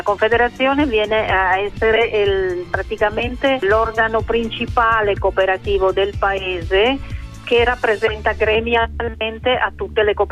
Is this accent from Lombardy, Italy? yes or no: yes; Milan, Lombardy, Italy; moved away as an adult; now in Paraguay; noi siamo di Milano, per spiegare, Milano città, quindi cittadini